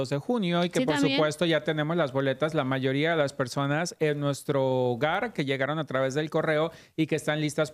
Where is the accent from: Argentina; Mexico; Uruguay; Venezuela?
Mexico; moved away; yo como mexicano y que básicamente más de la mitad de mi vida la pasé allá